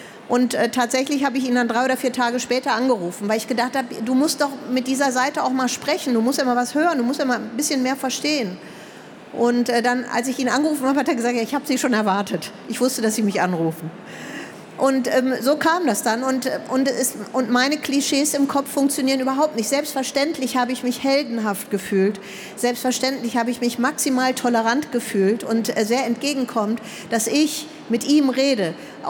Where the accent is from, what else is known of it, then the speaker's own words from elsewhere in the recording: Germany; born there; Ich soll dahin, wo ich herkomme und so weiter. Ich bin hier geboren, auch egal.